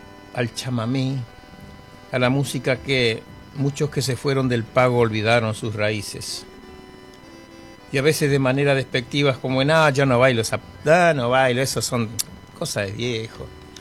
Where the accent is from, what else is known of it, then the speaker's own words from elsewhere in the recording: Buenos Aires, Argentina; also born or lived in Chaco; now in Ushuaia, Argentina; mi padre era correntino, yo soy chaqueño. Y por supuesto, criado en Buenos Aires, o mal criado en Buenos Aires, ¿no? Y bien criado acá en Ushuaia, por supuesto, gracias a Dios.